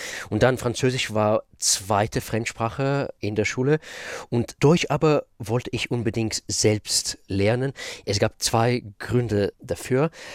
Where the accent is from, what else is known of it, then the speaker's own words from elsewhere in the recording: Israel; first language Russian; German is a second language; moved away as an adult; also born or lived in Russia; now in London, United Kingdom; Hebräisch, ja, ich bin in Israel aufgewachsen. 25 Jahre habe ich da gelebt.